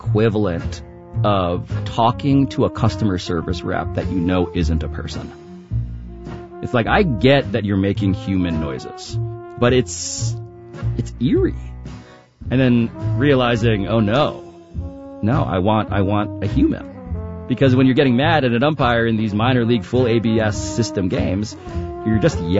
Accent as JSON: {"language": "English", "country": "Philippines", "said": "Asian, but also Mexican. I'm Filipino."}